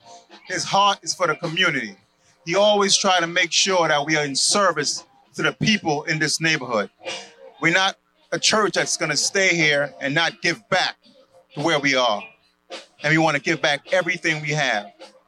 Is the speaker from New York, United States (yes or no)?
yes; New York City, New York, United States; moved away; I'm from up north.